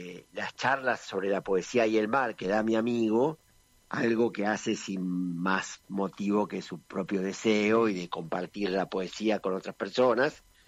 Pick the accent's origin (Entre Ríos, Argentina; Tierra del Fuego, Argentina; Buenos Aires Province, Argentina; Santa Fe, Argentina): Buenos Aires Province, Argentina; Villa Gesell; born there; no nacido, pero criado.